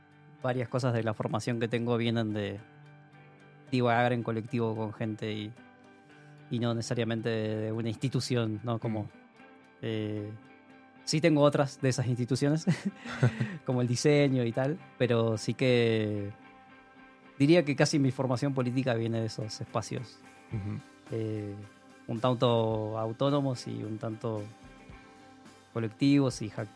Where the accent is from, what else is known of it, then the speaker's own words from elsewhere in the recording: San Carlos de Bariloche, Río Negro, Argentina; also born or lived in La Plata; yo vengo de San Carlos de Bariloche, que queda como al sur, pero no tan sur de Argentina. Bueno, nací ahí. Después de unos años estudié en La Plata